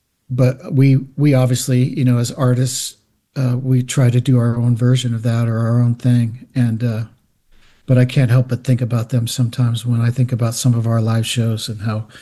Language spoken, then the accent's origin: English; San Francisco Bay Area, California, United States; we come from the San Francisco Bay Area